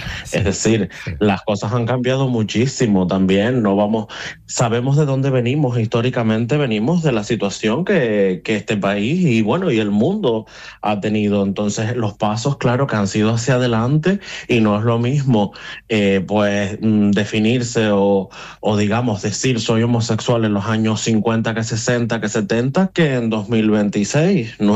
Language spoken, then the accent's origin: Spanish; Canary Islands, Spain; desde aquí, desde las islas, pues ultraperiféricas que somos Canarias